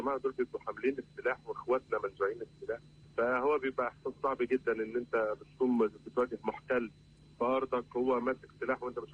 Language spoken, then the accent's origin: Arabic; Egypt; إحنا كمصريين